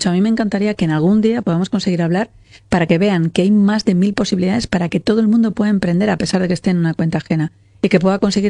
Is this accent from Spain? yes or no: yes; Valladolid, Castile and León, Spain; A mí me gusta mucho mi tierra, me gusta mucho poder estar aquí, la gente que somos de aquí